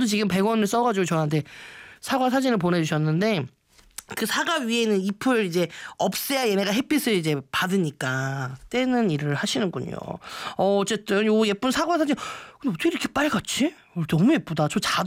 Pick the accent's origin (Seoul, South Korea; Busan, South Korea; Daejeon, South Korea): Seoul, South Korea; 제 고향이 면목동이란 말이에요. 제가 송곡여고가 중랑구에 있습니다.